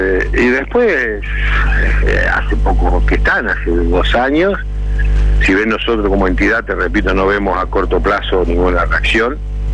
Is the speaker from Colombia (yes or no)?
no; Argentina; mientras como argentinos mantengamos la grieta